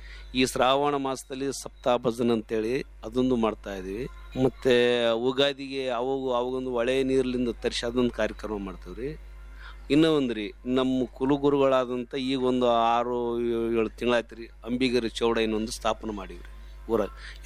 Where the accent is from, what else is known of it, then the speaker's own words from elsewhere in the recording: Sultanpur, Karnataka, India; ಇಲ್ಲಿ ಕಾರ್ಯಕ್ರಮ ನಮ್ಮೂರಾಗ ಮಾಡ್ತಾ ಇದ್ದೀವಿ, ಸುಲ್ತಾನ್ಪುರ್ ಮಾಡ್ತಾ ಇದ್ದೀವಿ